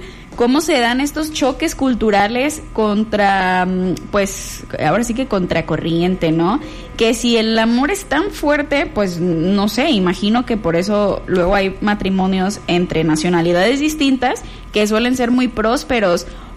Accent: Mexico; como los mexicanos somos súper así de pasión

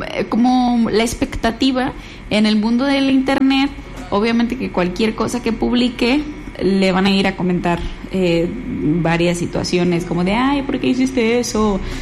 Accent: Morelia, Michoacán, Mexico; somos de Morelia

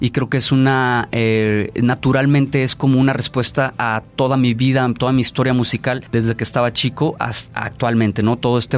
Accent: Tepic, Nayarit, Mexico; Yo soy originario de aquí, de Tepic, Nayarit, pero mi padre es japonés. Entonces ahí se armó la mezcla Japomex.

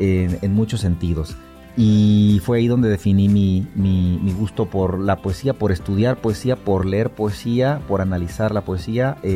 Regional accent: Tuxtla Gutiérrez, Chiapas, Mexico; moved away as an adult; also born or lived in Xalapa, Veracruz; now in United States; Soy originario de Tuxtla Gutiérrez, Chiapas, donde me eduqué, me formé, hice mis primeros estudios. La licenciatura la estudié en la Universidad Veracruzana, en Jalapa.

